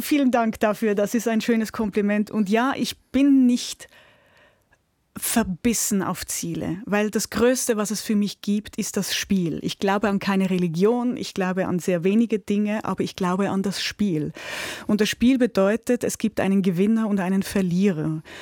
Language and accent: German; Küsnacht, Zurich, Switzerland; Also in meiner Gemeinde, ich komme aus Küsnacht am Zürichsee.